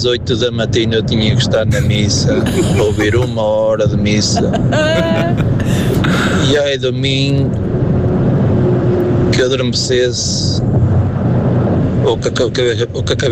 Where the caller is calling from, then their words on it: Viana do Castelo, Norte, Portugal; eu moro numa freguesia de Viana do Castelo.